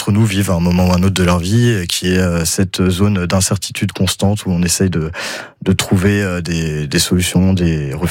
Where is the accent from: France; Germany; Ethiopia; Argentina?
France; Centre-Val de Loire; moved away as an adult; now in Paris, France; je suis parti de la maison de Touraine, où je reviens quand même de temps en temps, pour arriver à Paris, me retrouver tout seul.